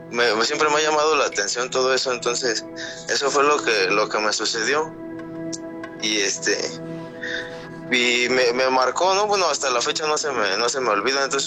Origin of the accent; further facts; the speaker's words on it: Iztapalapa, Mexico City, Mexico; Yo soy de la Ciudad de México, Iztapalapa.